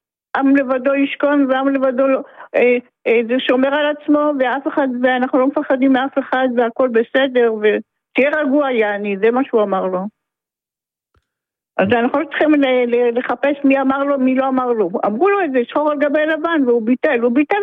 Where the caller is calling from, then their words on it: Petah Tikva, Central District, Israel; כן, אני מפתח תקווה.